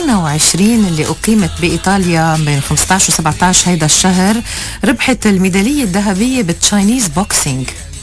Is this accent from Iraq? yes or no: no; Lebanon; قديش لو بتركولنا مجال نحن كلبنانية أنه نرتاح نتنفس يعيش بقى هالبلد مثل الخلق